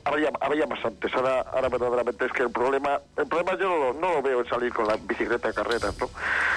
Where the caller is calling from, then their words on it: Peñíscola, Valencian Community, Spain; De Peñíscola, de Castellón.